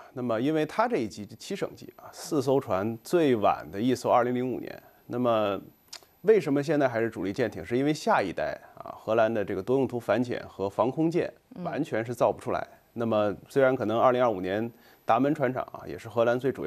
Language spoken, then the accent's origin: Chinese; China; 我们中国人讲的是己所不欲，勿施于人